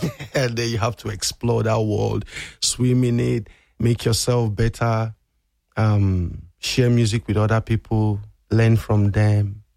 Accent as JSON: {"language": "English", "country": "Nigeria", "tie": "born or raised there", "moved": "yes", "said": "growing up in Nigeria, man. I grew up just like most kids will. We speak English in Nigeria, of course, and I went to school, Western kind of education, but we had more community growing up. I lived in a town that was in the east"}